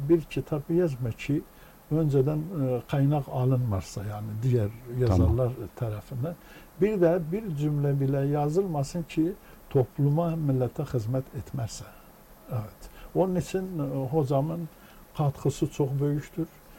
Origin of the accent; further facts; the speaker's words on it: Kirkuk, Kirkuk Governorate, Iraq; 1949'da işte dünyaya göz açtıktan sonra Kerkük'te ilk eğitimi bitirdikten sonra öğretmenler enstitüsünü